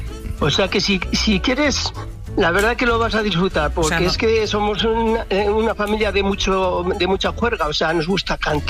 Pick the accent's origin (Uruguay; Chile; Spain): Spain; Ezcaray, La Rioja; Vamos a ver, yo soy de Ezcaray.